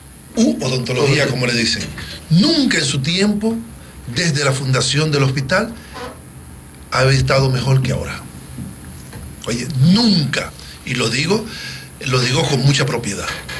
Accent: Dominican Republic; volviéndonos, como decimos dominicanos, locos

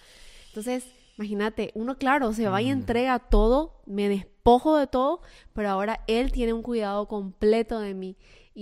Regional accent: Paraguay; moved away as an adult; now in United States; toda mi familia, toda mi tierra, todos están en Paraguay.

